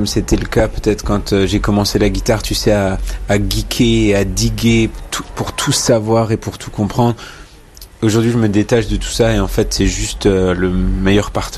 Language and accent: French; Grand Est, France; born there; Ouais, on est Alsacien.